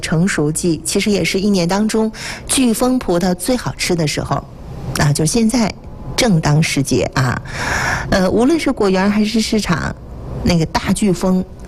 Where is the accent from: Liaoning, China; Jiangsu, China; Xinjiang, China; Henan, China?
Liaoning, China; Jinzhou; 那因为咱们锦州北普陀山的这些桑树桑粒儿，构成我童年很美好的一个回忆，所以我每次呢听到这个桑梓这个词的时候，还是有一些共鸣的啊，就有桑树的地方是我的老家